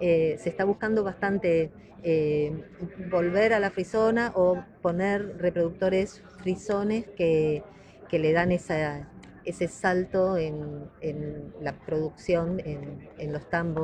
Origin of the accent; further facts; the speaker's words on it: Argentina; yo vengo de Argentina